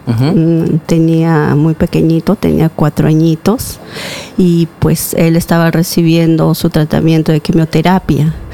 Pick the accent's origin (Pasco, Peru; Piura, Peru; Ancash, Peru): Pasco, Peru; moved away as an adult; now in Lima, Peru